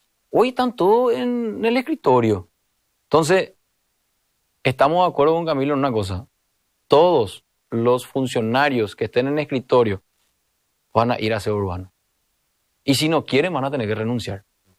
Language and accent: Spanish; Asunción, Paraguay; Antes que ser colorado, soy asunceno primero